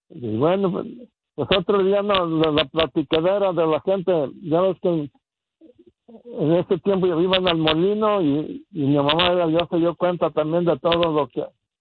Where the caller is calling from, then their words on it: Tala, Jalisco, Mexico; yo soy de Huizquilco, municipio de Tala, Jalisco.